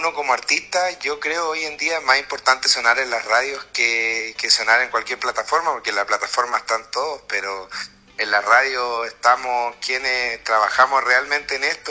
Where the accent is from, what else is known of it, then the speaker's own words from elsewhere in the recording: Patagonia, Chile; now in Santiago, Chile; me acostumbré a ese estilo de vida, y a pesar de estar en la capital, más patagón todavía me siento